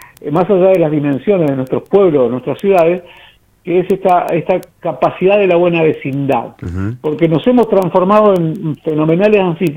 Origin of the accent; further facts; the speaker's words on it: Río Turbio, Santa Cruz, Argentina; la familia minera es una familia, es el contexto en el que yo me crío. Conozco la historia de mi pueblo en la mesa familiar de todos los días